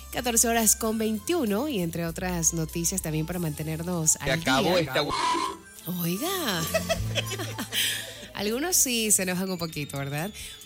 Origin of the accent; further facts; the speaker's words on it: Ecuador; Hoy finiquita el toque de queda en nuestro territorio ecuatoriano.